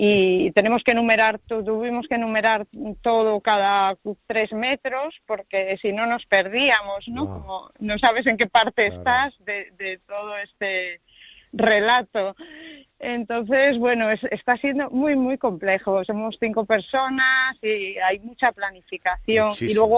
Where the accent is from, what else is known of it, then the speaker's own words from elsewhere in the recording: Galicia, Spain; porque si somos gallegos de costa